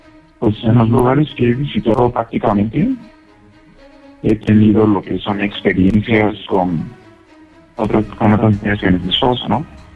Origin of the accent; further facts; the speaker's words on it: Coahuila, Mexico; Claro, tengo lo que son 30 años y soy de aquí de Coahuila.